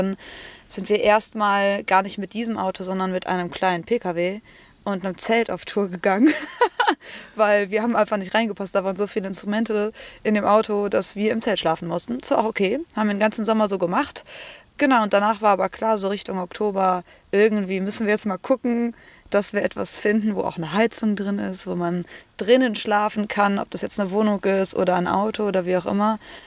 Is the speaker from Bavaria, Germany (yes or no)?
no; Cologne, North Rhine-Westphalia, Germany; Ich komme hier aus Köln